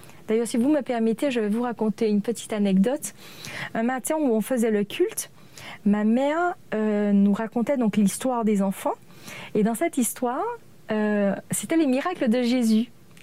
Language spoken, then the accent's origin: French; Le Vauclin, Martinique; also born or lived in Venezuela; j'ai grandi d'abord au Venezuela et ensuite en Martinique, où je suis venue habiter avec ma mère et mon frère.